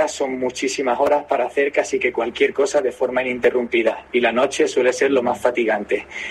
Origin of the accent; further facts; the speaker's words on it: Marbella, Andalusia, Spain; born there; Mi tapete habitual es la Costa del Sol, ya que nací en Marbella.